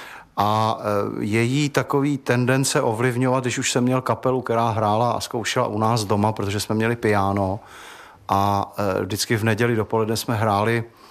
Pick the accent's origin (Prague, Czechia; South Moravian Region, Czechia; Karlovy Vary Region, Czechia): Prague, Czechia; Tak, celý život jsem v Praze žil, až do loňského roku.